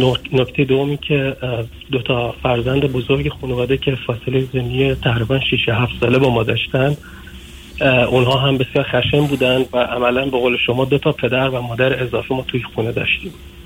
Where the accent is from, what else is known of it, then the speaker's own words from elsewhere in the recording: Iran; moved away as an adult; من توی شهرستان خیلی کوچیک توی ایران به دنیا آمدم و این توی خانواده بسیار بسیار فقیر و با شرط خیلی سخت زندگی می کردیم